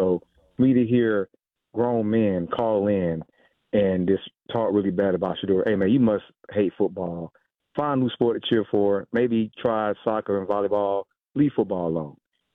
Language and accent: English; Georgia, United States; You know what? I'm from Georgia